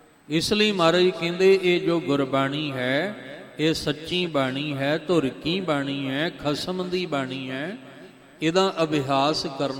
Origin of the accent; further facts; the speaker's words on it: Punjab, India; first language Punjabi; ਅਸੀਂ ਪੰਜਾਬ ਦੀ ਧਰਤੀ ਤੇ ਰਹਿੰਦੇ ਹਾਂ, ਸਾਡੀ ਮਾਂ ਬੋਲੀ ਹੈ, ਇਹ ਮਾਤਰ ਭਾਸ਼ਾ ਹੈ ਸਾਡੀ।